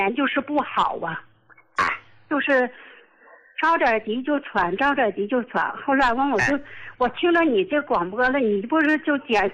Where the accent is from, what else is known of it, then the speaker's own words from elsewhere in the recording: Qiqihar, Heilongjiang, China; 我是齐齐哈尔的。